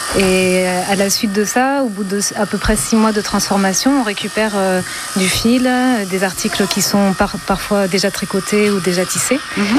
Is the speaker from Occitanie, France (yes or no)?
yes; Occitanie, France; Oui, j'ai grandi là-bas. Je suis installée là où j'ai grandi pour le moment.